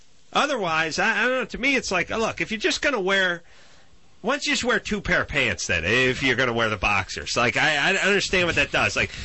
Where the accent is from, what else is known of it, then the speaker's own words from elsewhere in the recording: United States; I'm an American.